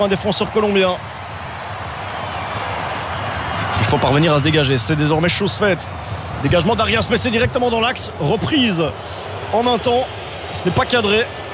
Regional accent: Belgium; qu'on connaît évidemment très bien chez nous en Belgique.

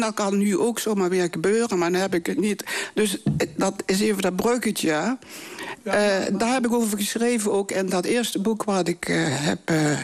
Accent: Venlo, Limburg, Netherlands; Ik ben geboren en getogen in Genooi.

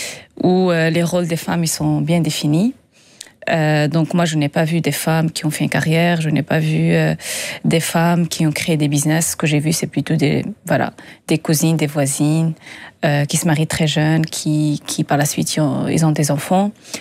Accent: Agadir, Souss-Massa, Morocco; born there; Moi, je suis née au Maroc, au Sud du Maroc, à Agadir.

